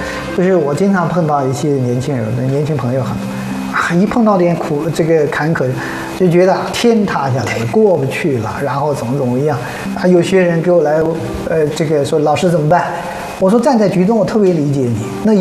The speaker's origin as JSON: {"language": "Chinese", "town": "Zhenjiang", "region": "Jiangsu", "country": "China", "tie": "born or raised there", "said": "我老家金山寺"}